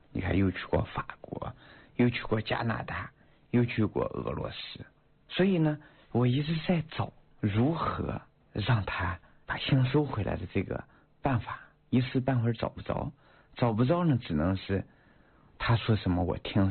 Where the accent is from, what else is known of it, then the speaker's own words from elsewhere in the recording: Shanxi, China; moved away; also born or lived in Yunnan; 那会儿呢，我是在云南教书。哎呀，我说老师，我是北方人，我是山西人，我喜欢吃面条